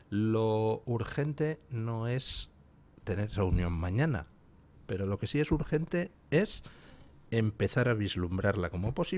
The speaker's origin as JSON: {"language": "Spanish", "country": "Spain"}